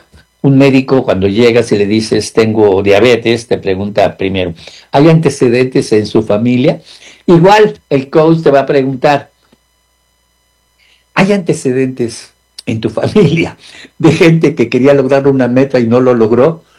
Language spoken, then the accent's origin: Spanish; Mexico; decimos en México chismoso